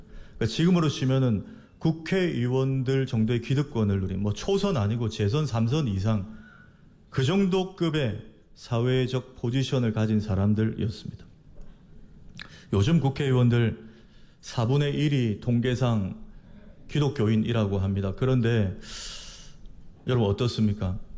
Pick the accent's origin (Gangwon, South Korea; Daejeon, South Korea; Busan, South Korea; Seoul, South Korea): Busan, South Korea; 그 당시 저는 이제 부산시 금정구 남산동에서 어린 시절 자랐는데, 부산시 금정구 구서동에 그 당시에 제일 부자들이 사는 아파트가 있었는데